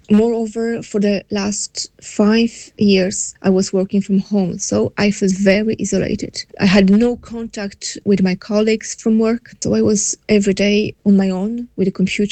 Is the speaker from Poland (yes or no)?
yes; Poland; English is a second language; moved away as an adult; also born or lived in Belgium; now in Ireland; I come from Poland. I lived in Ireland for over 70 years, but previously I lived in Belgium for 8 years, where I learned French and Italian